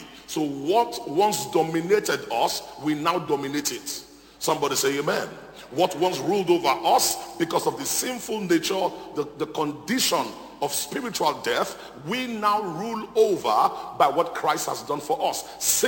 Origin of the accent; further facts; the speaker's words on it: Nigeria; My wife is an American. I am Nigerian.